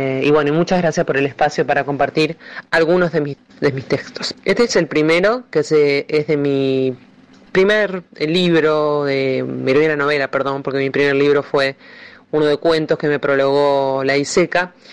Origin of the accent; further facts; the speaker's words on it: Luján, Buenos Aires Province, Argentina; moved away as an adult; now in Neuquén, Argentina; soy oriunda de Luján, estoy aquí en Neuquén hace 2 meses.